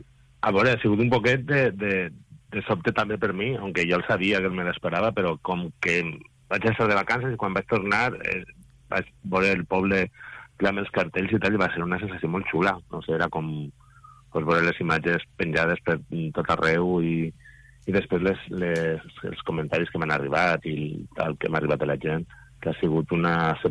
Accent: Guardamar del Segura, Valencian Community, Spain; però que també la pots trobar en el meu poble, en Guardamar, i allà era el màster.

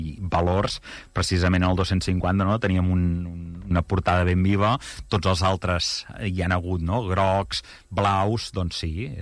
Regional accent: Igualada, Catalonia, Spain; jo sóc d'Igualada

